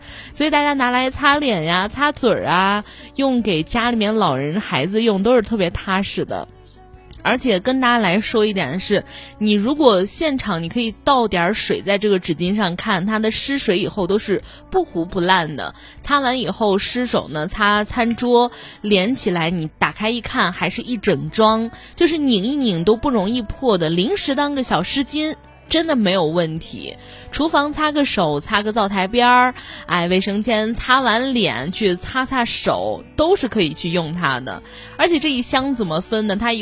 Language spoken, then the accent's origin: Chinese; Gansu, China; 尤其对于咱们甘肃这边的人来说呢，风沙比较大